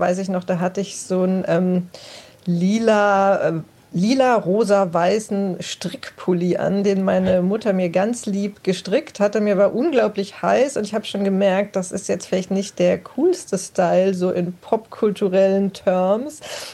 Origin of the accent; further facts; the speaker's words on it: Eppelheim, Baden-Württemberg, Germany; Ich bin nicht direkt in Heidelberg aufgewachsen, sondern in einem kleinen Vorort mit dem etwas drolligen Namen Eppelheim.